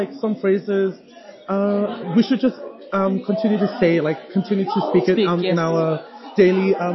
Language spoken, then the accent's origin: English; Fiji; now in New Zealand; growing up in Fiji